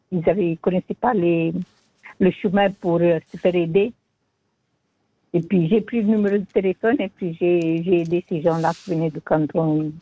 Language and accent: French; Italy; now in Switzerland; après qu'on a passé toute une vie en Suisse, mes étrangers, moi je suis italienne